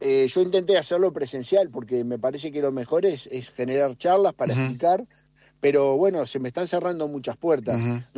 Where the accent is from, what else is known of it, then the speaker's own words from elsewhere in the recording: Montevideo, Uruguay; moved away as an adult; now in Pan de Azúcar, Uruguay; yo soy de Montevideo, de Industria y Comercio, ahora estoy viviendo en Pan de Azúcar, en Maldonado, porque después que me jubilé, me fui con mi señora a vivir.